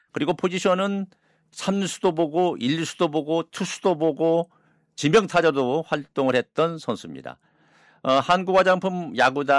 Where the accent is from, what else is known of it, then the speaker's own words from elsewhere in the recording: Jeonju, North Jeolla, South Korea; born there; 풍남문 옆에. 네. 저도 그 근처에 살았거든요.